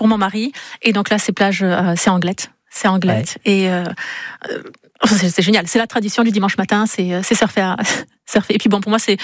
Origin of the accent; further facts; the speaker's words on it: Nouvelle-Aquitaine, France; moved away as an adult; now in Basque coast, France; Je viens du Béarn et de la campagne béarnaise.